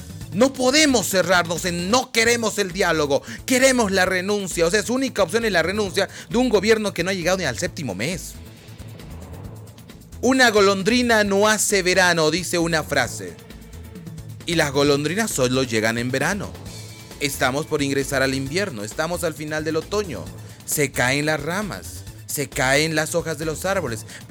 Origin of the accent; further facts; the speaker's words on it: Bolivia; Somos ciudadanos bolivianos